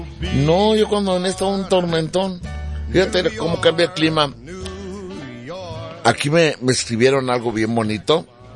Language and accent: Spanish; Apatzingán, Michoacán, Mexico; Nosotros somos oriundos de Apatzingán, Michoacán.